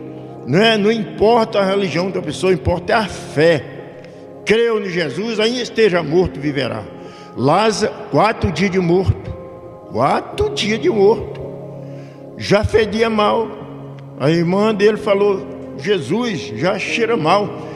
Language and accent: Portuguese; Brazil; eu sou brasileiro, igual você também, eu moro no Brasil